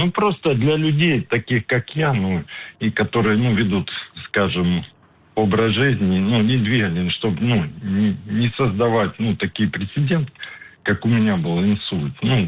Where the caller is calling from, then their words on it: Donetsk, Donetsk Oblast, Ukraine; из Донецка.